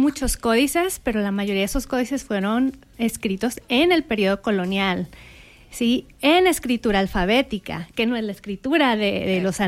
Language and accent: Spanish; Gómez Palacio, Durango, Mexico; moved away as an adult; also born or lived in Torreón, Coahuila / Monterrey, Nuevo León; yo soy de aquí, de Torreón, nací en Torreón, crecí en Gómez Palacio, hice la preparatoria en el TEC de Monterrey, Campus Laguna, y luego me fui a estudiar a Monterrey. Y ahí estudié letras españolas.